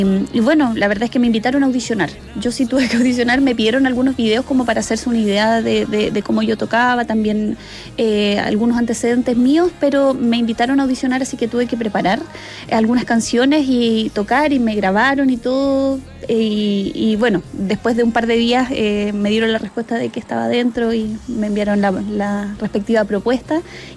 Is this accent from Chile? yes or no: yes; Valdivia, Los Ríos, Chile; estar acá en Chile, en mi país.